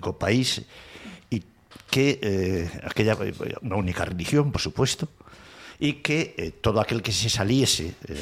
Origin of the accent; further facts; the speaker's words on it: Vigo, Galicia, Spain; first language Spanish; Galician is a second language; máis de galega, polo tanto, na miña casa se falaba basicamente en castelán, nos xesuítas de Vigo, onde estuve 11 años, se falaba absolutamente en castelán